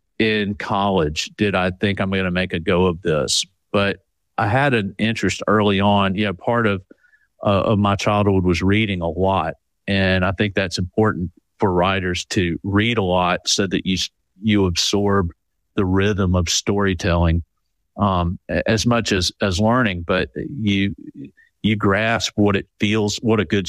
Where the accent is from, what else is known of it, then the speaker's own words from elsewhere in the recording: Point Clear, Alabama, United States; when I was growing up in Point Clear, it was not what it is today. It was not a year-round community. It was mostly a summertime community for people from Mobile.